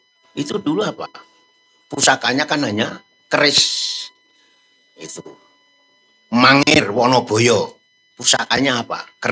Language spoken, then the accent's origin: Indonesian; Java, Indonesia; untuk saya sebagai orang Jawa kuno dan yang sudah tua